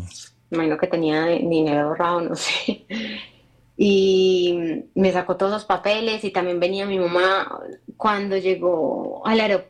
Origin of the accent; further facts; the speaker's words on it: Colombia; moved away as an adult; Yo, pues obvio, vengo de Colombia, me vine aquí a vivir, pues, porque yo me casé con alguien de acá.